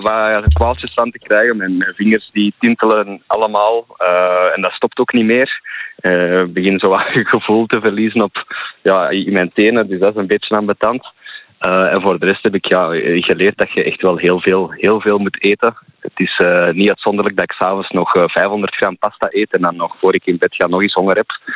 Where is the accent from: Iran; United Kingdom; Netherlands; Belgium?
Belgium; Herentals, Flanders; Ik kom zelf van Herentals, dus niet ver van Herentals.